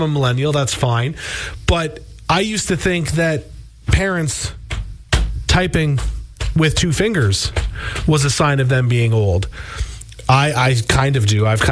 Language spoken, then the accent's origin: English; Canada; because I'm Canadian